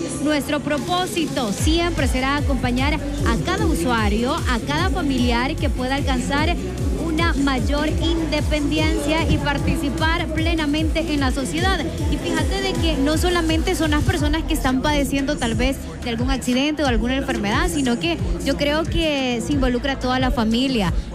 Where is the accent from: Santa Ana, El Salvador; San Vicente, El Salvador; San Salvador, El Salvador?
San Vicente, El Salvador; yo soy de San Vicente y nos veníamos hasta Santa Tecla para las terapias